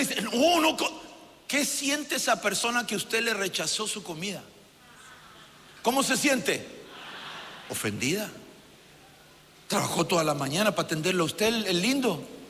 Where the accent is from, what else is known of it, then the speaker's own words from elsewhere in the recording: Santiago, Santiago Metropolitan Region, Chile; Somos santiaguinos prudentes.